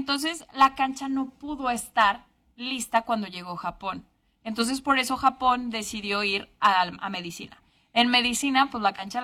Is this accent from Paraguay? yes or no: no; Aguascalientes, Mexico; Yo que vengo de Aguascalientes